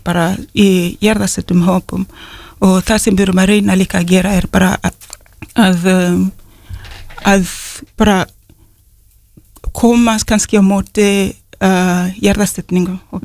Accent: Kenya; Icelandic is a second language; moved away as an adult; now in Iceland; ég er frá Kenya en ég er líka ég kalla Ísland heim sko.

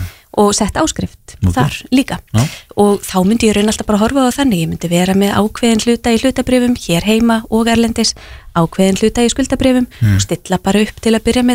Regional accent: Hafnarfjörður, Capital Region, Iceland; Mínum heimabæ.

